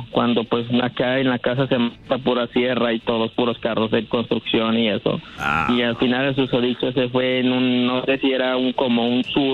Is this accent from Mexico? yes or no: yes; Nuevo León, Mexico; No, yo soy de Nuevo León.